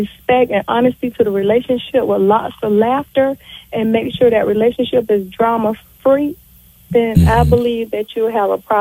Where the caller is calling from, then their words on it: Georgia, United States; Good. I'm calling from Georgia.